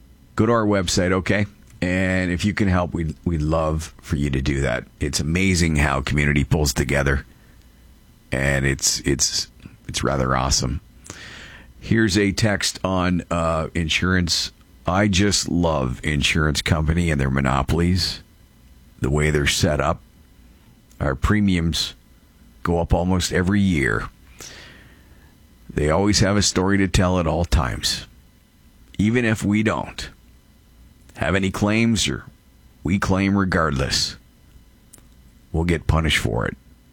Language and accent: English; Canada; although I'm a Canadian too, and understand it's protectionist versus protectionist here.